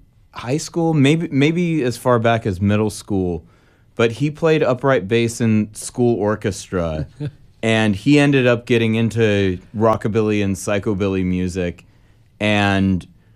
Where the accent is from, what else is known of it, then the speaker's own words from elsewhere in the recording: San Jose, California, United States; San Jose, California.